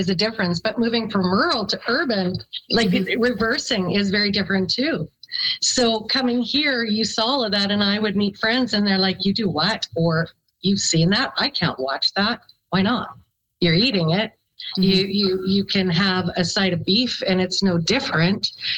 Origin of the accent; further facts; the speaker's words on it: Radville, Saskatchewan, Canada; moved away; And like Lisa says, she lives in my hometown, of course, Radville.